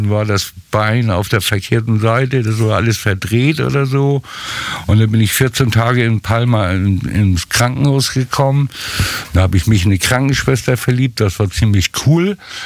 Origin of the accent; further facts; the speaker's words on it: Hamburg, Germany; also born or lived in Louisenlund, Schleswig-Holstein; Ich bin, warum auch immer, in Blankenese groß geworden. Bin natürlich zur Grundschule da gegangen.